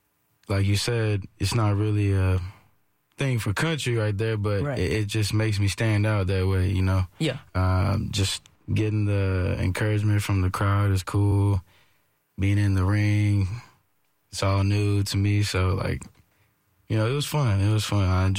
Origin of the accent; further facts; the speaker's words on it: Cypress, Texas, United States; moved away; I'm from Cypress, Texas area.